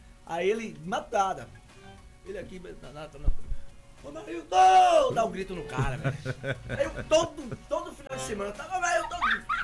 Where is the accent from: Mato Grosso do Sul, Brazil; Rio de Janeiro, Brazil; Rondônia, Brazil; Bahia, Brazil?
Bahia, Brazil; Itapitanga; also born or lived in Piaú; Eu sou do interior, de fato, né? Assim, a gente já é do interior